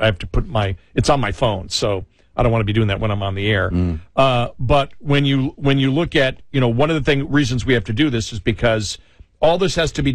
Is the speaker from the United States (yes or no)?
yes; Buffalo, New York, United States; that's the weirdest thing growing up in Buffalo, that I, somebody who grew up in Buffalo